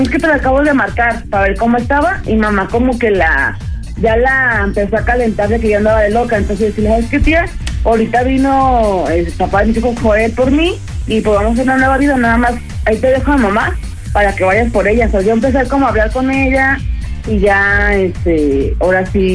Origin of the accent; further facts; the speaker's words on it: Guadalajara, Jalisco, Mexico; accent: chilango; De aquí, de Guadalajara, pero pues me escucho chilango, tengo sangre de chilanga.